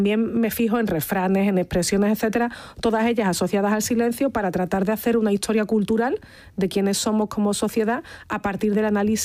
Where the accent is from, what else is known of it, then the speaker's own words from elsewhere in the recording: Andalusia, Spain; accent: Andalusian; Ese es un elemento crucial en nuestra forma de hablar, que como vemos, pues cada zona de Andalucía erosiona, o sea, modifica esa S final de una manera